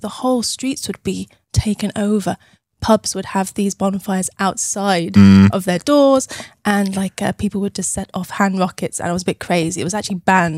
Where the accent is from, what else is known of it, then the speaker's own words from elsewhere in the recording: South West England, United Kingdom; Growing up in Cornwall, midsummer was quite a magical time of year.